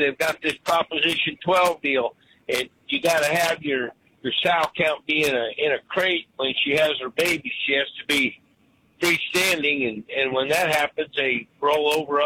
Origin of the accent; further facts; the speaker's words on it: Colorado, United States; Well, hell, I grew up on the Front Range out in Colorado. We had a brown cloud in Denver for years